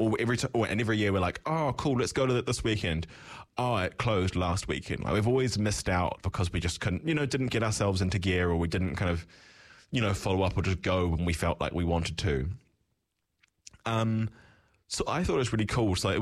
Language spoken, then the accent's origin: English; Gore, Southland, New Zealand; also born or lived in Dunedin; growing up in the South Island, right, like, so, like, the nearest town to me growing up was Gore.